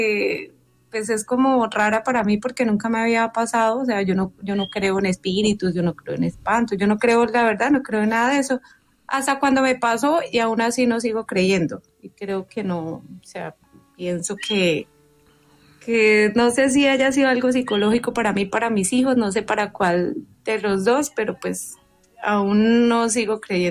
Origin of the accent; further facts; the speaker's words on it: Aipe, Huila, Colombia; now in Cartago, Colombia; Soy de Aipe Huila, pero en ese momento hablo desde Cartago Valle.